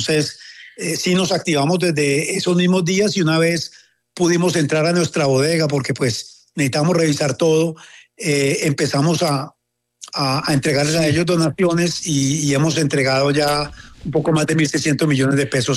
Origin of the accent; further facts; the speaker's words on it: Colombia; moved away; para mí como colombiano